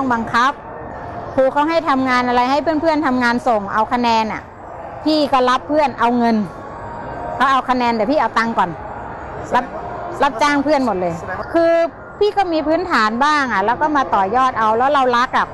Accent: Khon Kaen, Thailand; also born or lived in Bangkok; สวัสดีค่ะ … โดยพื้นเพเป็นคนชาวจังหวัดขอนแก่นได้รับโอกาสดีที่ได้มาเรียนที่โรงเรียนสองคนตาบอดกรุงเทพ

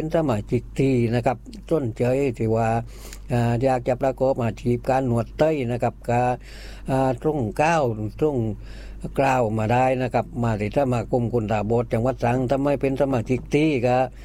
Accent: Nakhon Sawan, Thailand; จังหวัดนครสวรรค์

